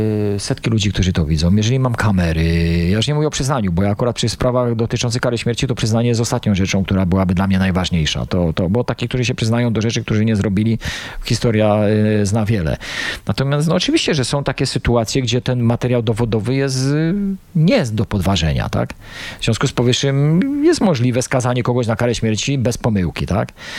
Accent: Lesser Poland, Poland; Ja jestem z krwi i kości Małopolaninem od chyba XVI wieku

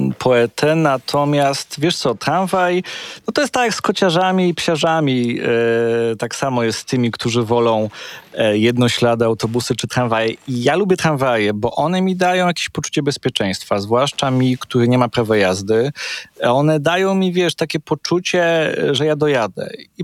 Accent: Gliwice, Silesian Voivodeship, Poland; Ja się wychowywałem przy pętli tramwajowej na Wójtowej Wsi w Gliwicach.

